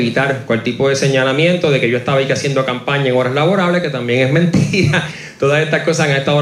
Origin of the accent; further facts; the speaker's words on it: San Juan, Puerto Rico; born there; now in Cataño, Puerto Rico; No es un secreto, yo no nací en Cataño, yo nací en San Juan